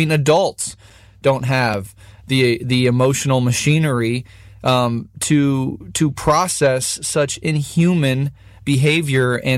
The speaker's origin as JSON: {"language": "English", "country": "United States", "said": "as an American"}